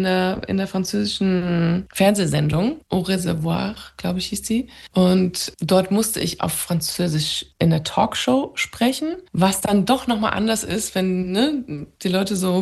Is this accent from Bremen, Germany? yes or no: no; Hesse, Germany; born there; also born or lived in Isfahan, Iran